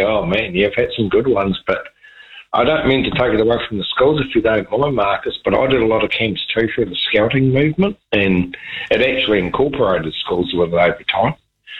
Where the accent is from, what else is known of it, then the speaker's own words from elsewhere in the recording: Manurewa, Auckland, New Zealand; and I was raised in Manurewa. In South Auckland.